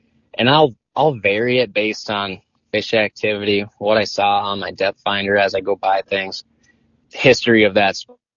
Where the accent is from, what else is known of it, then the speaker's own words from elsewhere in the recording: Moorhead, Minnesota, United States; I grew up in Moorhead